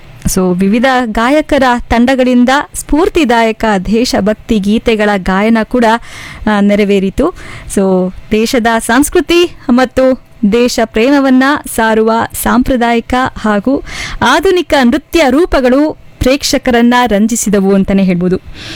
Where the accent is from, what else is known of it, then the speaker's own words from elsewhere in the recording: Shivamogga, Karnataka, India; ನಮ್ಮ ಹೆಮ್ಮೆಯ ಶಿವಮೊಗ್ಗದಲ್ಲಿ ಖುಷಿಯಾಗತ್ತೆ. ನಾವು ಈ ಒಂದು ಮಣ್ಣಿನಲ್ಲಿ ಹುಟ್ಟಿ ಈ ಒಂದು ನಾಡಲ್ಲಿ ಈ ಒಂದು ನಮ್ಮ ಊರಲ್ಲಿ ಇದ್ದೀವಿ